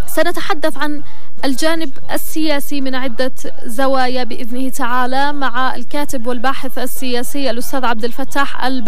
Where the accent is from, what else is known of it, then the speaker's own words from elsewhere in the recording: Yemen; لنا بالنسبة كيمنيين